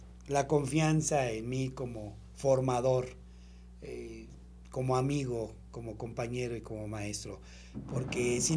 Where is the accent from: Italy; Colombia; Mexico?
Mexico; Puebla; cada uno de nosotros como poblanos